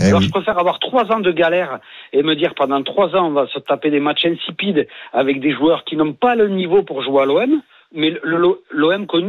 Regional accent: Agen, Nouvelle-Aquitaine, France; on est issus du même coin, je suis d'Agen. Donc on a le traumatisme girondin.

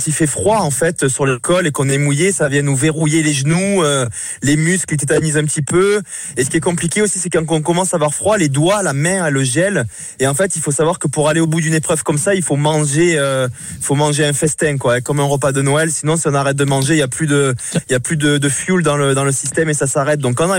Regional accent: Cavaillon, Provence-Alpes-Côte d'Azur, France; born or raised there

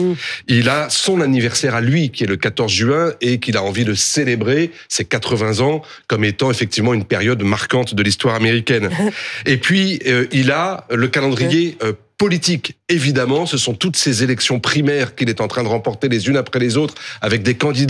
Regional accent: France; Ça, on le verra au G7 au mois de juin, chez nous, en France, à Évian.

